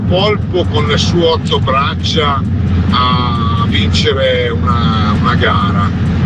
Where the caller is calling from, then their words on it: Vercelli, Piedmont, Italy; da Vercelli.